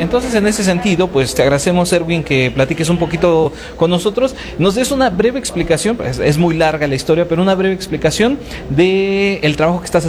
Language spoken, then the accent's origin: Spanish; Mexico; como mexicanos nos debemos de sentir identificados, como mexicanos de a pie